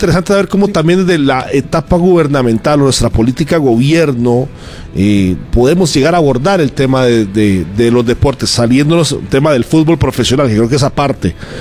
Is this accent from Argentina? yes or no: no; Costa Rica; nosotros como costarricenses